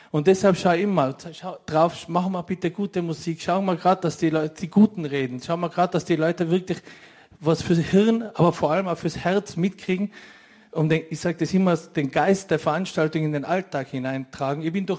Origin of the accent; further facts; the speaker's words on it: Austria; bin ich extra in Uniform hin, habe ich gesagt, schau, ich bin Österreicher.